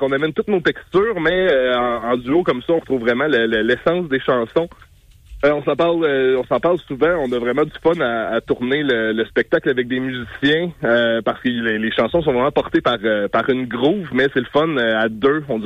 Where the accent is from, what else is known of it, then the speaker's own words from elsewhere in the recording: Quebec, Canada; On est des gars des cantons de l'Est